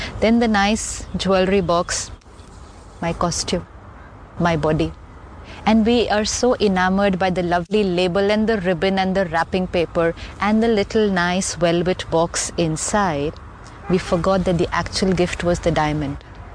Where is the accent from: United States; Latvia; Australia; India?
India; I forget that I'm living in India. But I will say, I am an Indian.